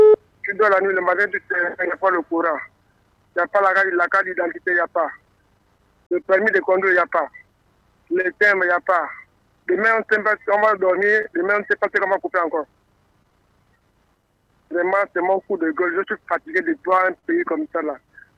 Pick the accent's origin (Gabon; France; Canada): Gabon; Moi, je suis un Gabonais, mais ça me fait mal. J'ai peur de mon pays.